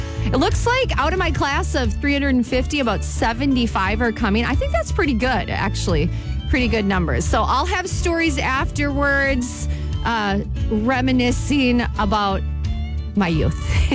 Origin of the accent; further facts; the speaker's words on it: Owatonna, Minnesota, United States; I'm going to be in my hometown, Owatonna, Minnesota, for my 30-year class reunion.